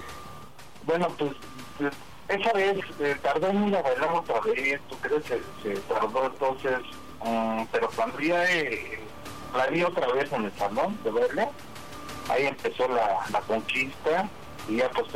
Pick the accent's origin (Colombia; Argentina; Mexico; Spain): Mexico; Mexico City; De la Ciudad de México.